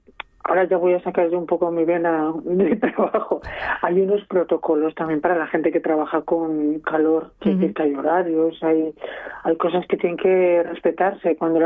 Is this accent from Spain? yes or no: yes; Asturias, Spain; sabes que yo cuando toco que temas de mi tierra, bueno, de la zona donde vivo, que es el suroccidente